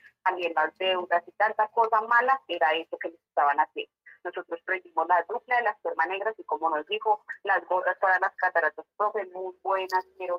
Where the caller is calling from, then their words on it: Bogotá, Colombia; Por acá desde Bogotá, profe, en el barrio del Tunal.